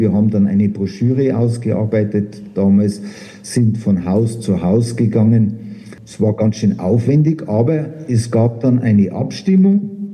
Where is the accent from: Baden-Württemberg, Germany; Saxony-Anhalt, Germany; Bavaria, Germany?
Bavaria, Germany; born there; Ich bin gebürtiger Oberbayer, ich stamme aus dem Hochgebirge. Mein Vater war Förster auch im Hochgebirge.